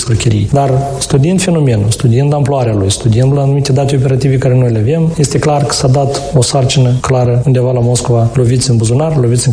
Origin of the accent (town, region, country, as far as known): Moldova